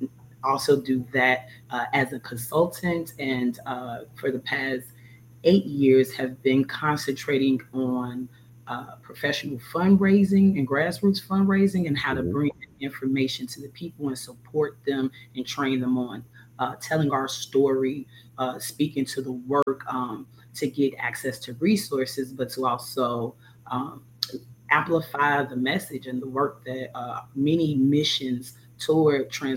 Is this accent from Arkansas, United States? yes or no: no; Chicago, Illinois, United States; born or raised there